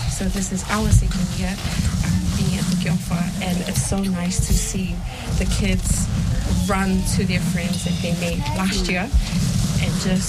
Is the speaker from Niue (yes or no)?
yes; Niue; now in New Zealand; growing up in Niue